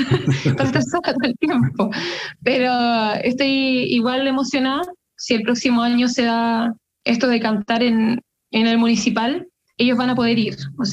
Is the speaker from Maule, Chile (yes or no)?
no; Coquimbo, Chile; moved away; Y algo que también tengo muy pendiente es poder cantar en mi región, que es Coquimbo